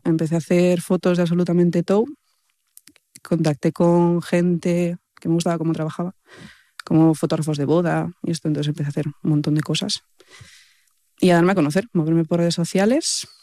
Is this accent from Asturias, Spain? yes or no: yes; Pría, Asturias, Spain; Pues yo nací en Pría, en Llanes, en una aldea de toda la vida. Estudié en Ribesella con Pablo Casanueva, que me sacó un par de años.